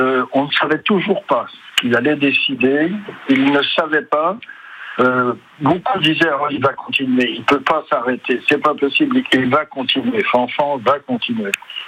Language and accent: French; Beaune, Bourgogne-Franche-Comté, France; moved away; on n'est pas de la grande ville ni l'un ni l'autre, lui venait de Senur, moi je venais de Beaune